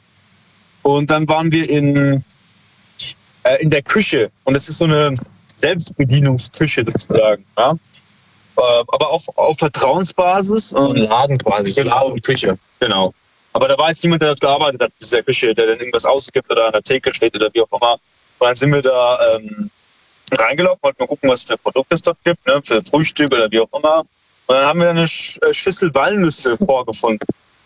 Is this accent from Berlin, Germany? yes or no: no; Heidelberg, Baden-Württemberg, Germany; Wir sind aus Heidelberg.